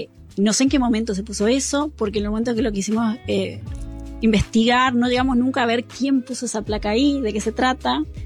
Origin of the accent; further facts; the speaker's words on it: Mercedes, Corrientes, Argentina; Yo, en Mercedes.